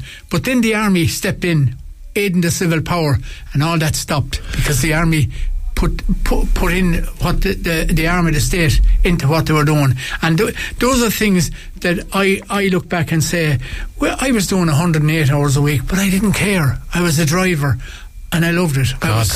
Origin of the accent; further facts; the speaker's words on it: Ireland; We are, because that's the way we were taught as Irish soldiers.